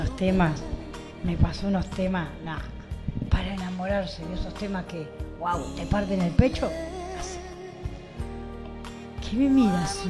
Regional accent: María Ignacia, Buenos Aires Province, Argentina; now in Tandil, Argentina; mi pueblo natal, de María Ignacia

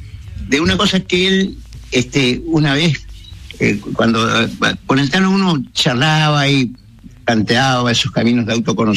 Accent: Curuzú Cuatiá, Corrientes, Argentina; Si yo vuelvo a mi pueblo, a Curuzúcuatía, y me encuentro con quien tenía conmigo cuando yo tenía 14 años, ¿le daría pelota?

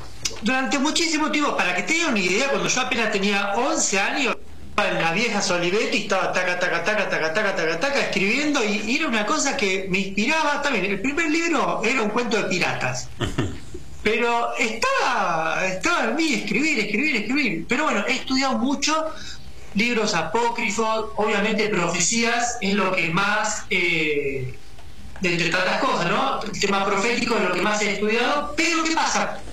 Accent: Quilmes, Buenos Aires Province, Argentina; aparte somos todas de Quilmes.

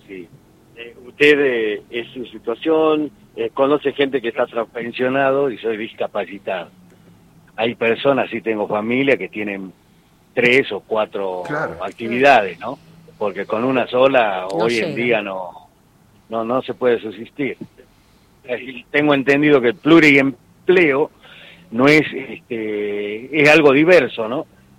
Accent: Argentina; yo soy argentino y soy medio cómodo.

